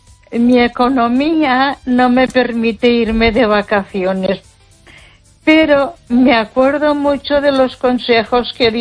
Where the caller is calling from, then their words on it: Ponferrada, Castile and León, Spain; de Ponferrada.